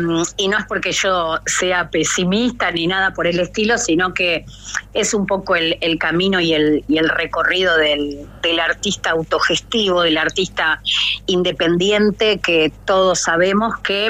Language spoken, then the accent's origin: Spanish; Rosario, Santa Fe, Argentina; born there; Yo venía trabajando en la ciudad de Rosario, que es mi ciudad natal, ciudad a la que siempre tengo que agradecer